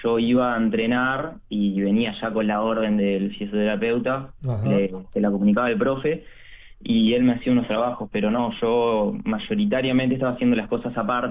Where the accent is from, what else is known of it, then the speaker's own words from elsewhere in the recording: Montevideo, Uruguay; yo estoy de Pocitos.